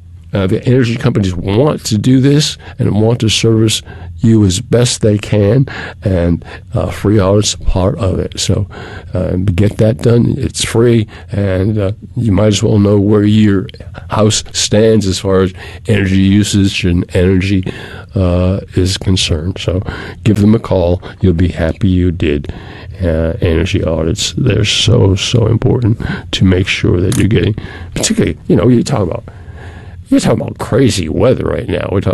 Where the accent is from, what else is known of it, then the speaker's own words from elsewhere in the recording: Massachusetts, United States; moved away; I grew up in Massachusetts, I was accustomed to the cold.